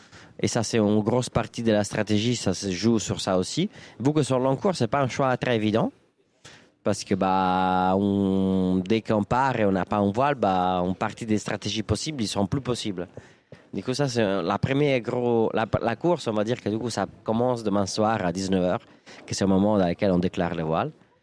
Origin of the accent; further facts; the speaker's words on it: Milan, Lombardy, Italy; French is a second language; moi je viens pas du tout d'un milieu voileux, je suis de Milan, il y a pas de mer